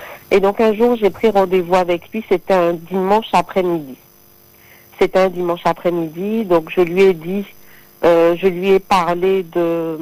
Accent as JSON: {"language": "French", "region": "Guadeloupe", "country": "France", "tie": "born or raised there", "said": "puisque j'ai grandi en Guadeloupe"}